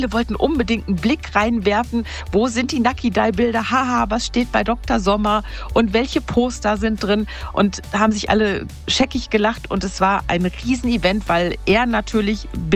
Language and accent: German; Dülmen, North Rhine-Westphalia, Germany; Und ich weiß noch, bei uns in Dülmen an der Schule, da gab es direkt um die Ecke einen Kiosk, den Topshop.